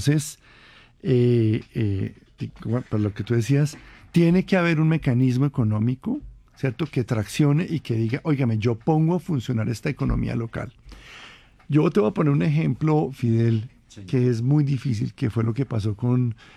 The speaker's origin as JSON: {"language": "Spanish", "country": "Colombia", "said": "Si nosotros como colombianos entendemos e interiorizamos"}